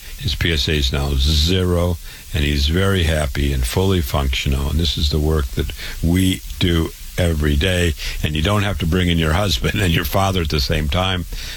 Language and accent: English; Waterloo, Iowa, United States; I was born and raised in Waterloo, Iowa. I went to public school. I went to university. I went to medical school